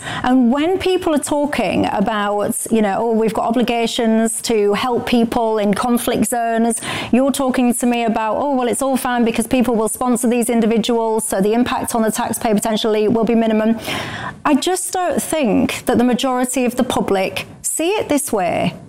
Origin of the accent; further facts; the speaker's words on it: Yorkshire and the Humber, United Kingdom; I found it deeply insulting that somebody had come to my county, Yorkshire, and is now actively described as a Yorkshire man